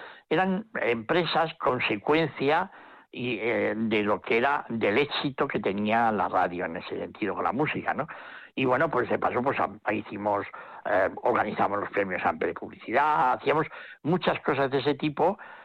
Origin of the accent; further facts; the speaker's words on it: Vitoria, Basque Country, Spain; pues yo soy de Vitoria y hemos visto tantas cosas, he dado tantas vueltas